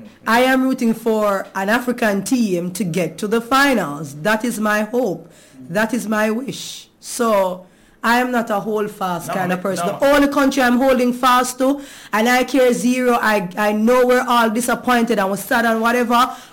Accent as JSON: {"language": "English", "country": "Jamaica", "said": "I'm a Jamaican man"}